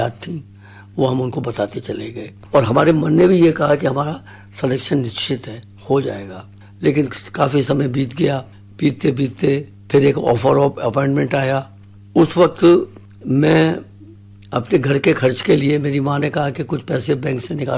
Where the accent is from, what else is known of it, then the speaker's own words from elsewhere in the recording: Bulandshahr district, Uttar Pradesh, India; also born or lived in Porbandar, Gujarat; now in Muzaffarnagar, India; वैसे तो मैं डिस्ट्रिक्ट बुलंदशहर का रहने वाला हूँ, एक गांव का, ये करीब 50-60 साल से हम मुजफ्फरनगर में सेटल हैं।